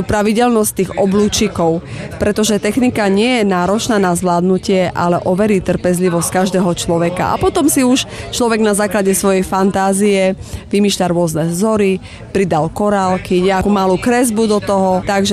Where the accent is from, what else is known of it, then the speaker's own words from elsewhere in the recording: Svidník, Prešov Region, Slovakia; Ja som drotárka zo Svidníka a veľmi s radosťou som prijala pozvanie do Košíc.